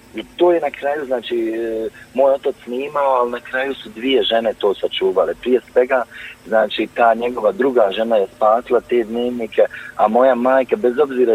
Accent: Srebrenica, Republika Srpska, Bosnia & Herzegovina; moved away; mi smo otišli iz Srebrenice 93. godine, prije na 7 dana nego što će Srebrenica postati zaštićena zona UN-a

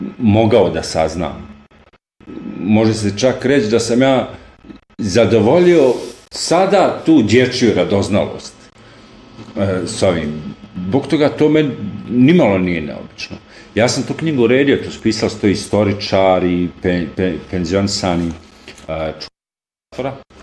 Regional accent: Zenica, Federation of Bosnia and Herzegovina, Bosnia & Herzegovina; Ja sam rastao u Zenici

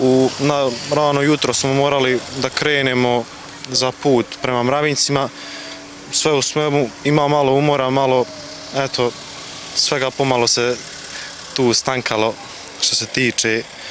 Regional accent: Gradačac, Federation of Bosnia and Herzegovina, Bosnia & Herzegovina; Dolazim iz Gradašca i ovo mi je treći put da učestvujem u Maršu Mira.

